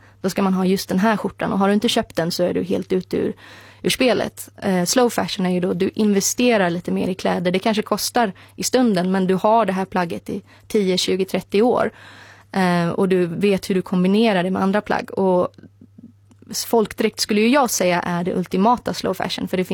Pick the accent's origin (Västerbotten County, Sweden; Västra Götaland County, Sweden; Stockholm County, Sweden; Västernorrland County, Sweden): Västra Götaland County, Sweden; Gothenburg; för jag är uppvuxen i en del av landet där det inte finns en särskilt stark lokal förankring. Vi är båda från Göteborgstrakten.